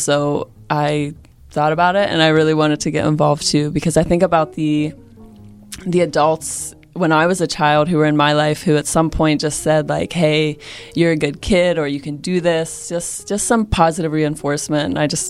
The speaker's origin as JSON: {"language": "English", "town": "Forest Hills", "region": "Pennsylvania", "country": "United States", "tie": "born or raised there", "also_born_or_lived": "Swissvale", "lives_now": "Mount Washington, Pittsburgh, United States", "said": "So I grew up in Forest Hills and Swissville, too. My mom lived in Forest Hills. My dad lived in Swissville. And I went to Woodland Hills"}